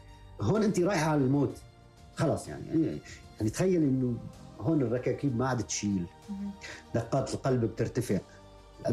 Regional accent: Idlib Governorate, Syria

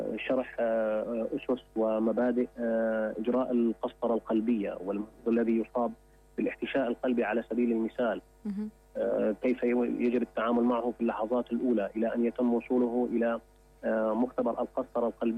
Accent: Syria; now in Germany; بلدنا سوريا

